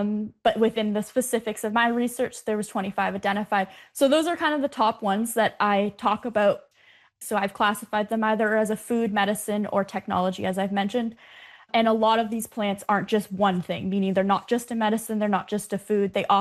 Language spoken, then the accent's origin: English; Ontario, Canada; I grew up on Georgian Bay, and I've always been connected to land.